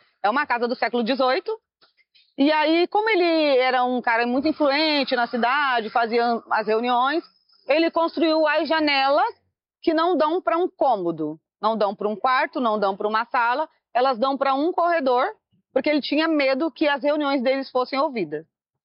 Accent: São Sebastião, Brazil; eu sou nascida e criada em São Sebastião, eu vim conhecer a história quando eu vim trabalhar.

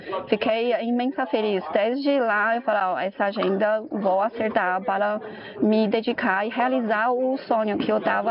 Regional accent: China; Portuguese is a second language; moved away as an adult; now in Brazil; Sou chinesa e sou da China mesmo.

